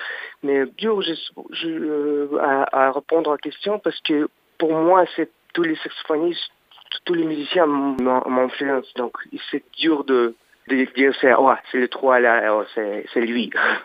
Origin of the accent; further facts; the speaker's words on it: Saint Petersburg, Russia; French is a second language; moved away as an adult; also born or lived in New York, United States; now in Paris, France; Saint-Pétersbourg, par exemple, puisque je suis grandi là-bas, évidemment, mais j'ai quitté, j'avais 18 ans, que j'ai passé plus de temps aux États-Unis, par exemple, qu'à Russie, mais Saint-Pétersbourg reste toujours ma ville.